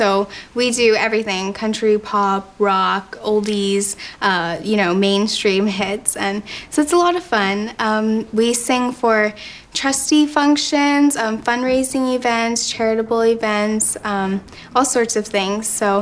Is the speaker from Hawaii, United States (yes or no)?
yes; Honolulu, Hawaii, United States; I'm 17 years old. I'm from Honolulu, Hawaii.